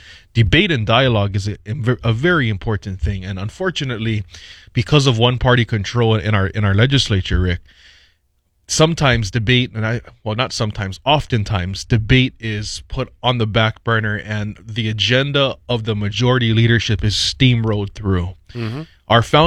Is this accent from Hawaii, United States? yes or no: yes; Hawaii, United States; we grew up out in West Oahu